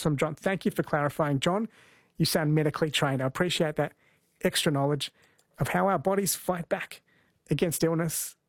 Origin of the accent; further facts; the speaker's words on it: Kerala, India; When I grew up in Kerala, he was quite popular.